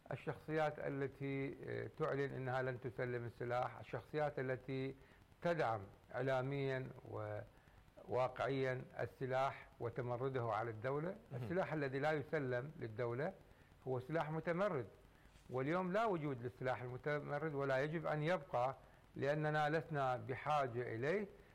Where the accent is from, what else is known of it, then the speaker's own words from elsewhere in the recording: Iraq; ونحن كعراقيين بوطننا عراقيين